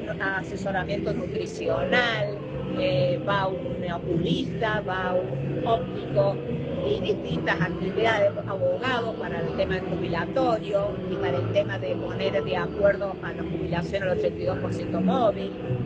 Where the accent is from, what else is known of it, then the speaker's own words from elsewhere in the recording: Córdoba, Argentina; ha sido mi barrio natal